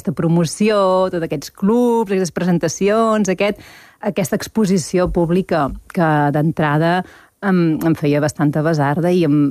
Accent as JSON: {"language": "Catalan", "town": "Cardedeu", "region": "Catalonia", "country": "Spain", "said": "I vam descobrir que som veïns de Cardedeu, som del mateix poble."}